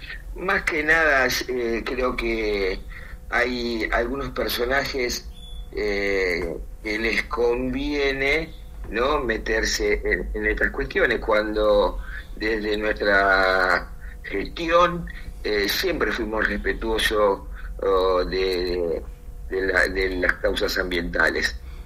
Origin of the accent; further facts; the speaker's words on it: Ensenada, Buenos Aires Province, Argentina; los que vivimos muchos años en Ensenada y los que nacimos en Ensenada